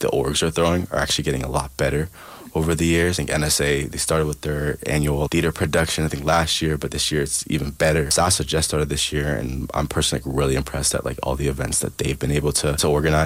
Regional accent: Ghana; now in Calgary, Canada; Ghanaian students are getting together, starting their own club, which I'm very happy about as a Ghanaian.

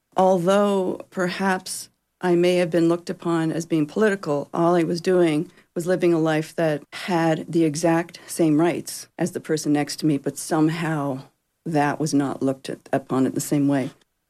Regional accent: Cape Breton, Nova Scotia, Canada; It was very different growing up in Cape Breton and being here.

